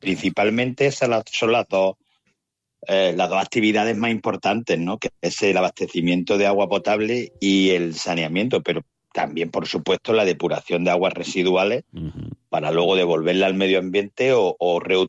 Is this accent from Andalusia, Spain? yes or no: yes; Córdoba, Andalusia, Spain; now in Almería, Spain; Yo no soy almeriense, soy cordobés